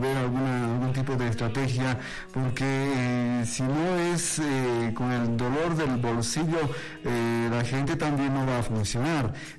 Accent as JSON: {"language": "Spanish", "region": "Potosí", "country": "Bolivia"}